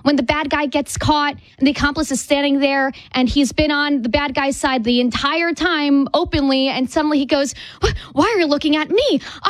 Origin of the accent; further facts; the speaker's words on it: New Jersey, United States; And I'm saying this as a fellow coastal elitist. I'm from New Jersey.